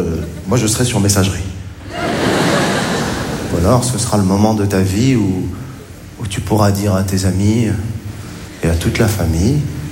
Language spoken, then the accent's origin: French; Morocco; born there; Je suis né au Maroc. Ce qui est bien quand t'es marocain, quand tu vas aux States